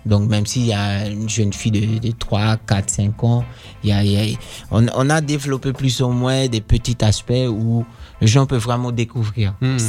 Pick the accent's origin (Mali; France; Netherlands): Netherlands; first language Dutch; French is a second language; Je réfléchis en hollandais, je crois.